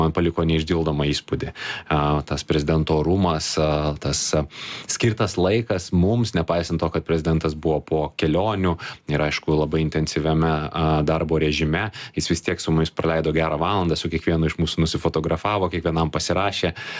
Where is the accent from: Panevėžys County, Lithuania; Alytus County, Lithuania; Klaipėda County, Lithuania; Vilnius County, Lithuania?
Vilnius County, Lithuania; Vilnius; born or raised there